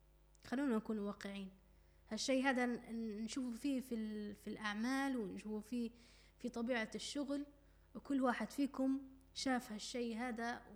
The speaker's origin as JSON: {"language": "Arabic", "country": "Libya", "said": "احنا كليبيين وناس بيتية واهل ومتربيين تربية سليمة وتربية صحية"}